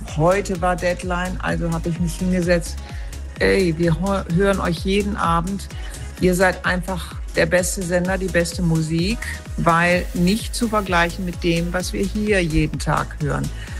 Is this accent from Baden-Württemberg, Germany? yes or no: yes; Ettlingen, Baden-Württemberg, Germany; Wir kommen aus Ettlingen, sitzen jetzt gerade in Florida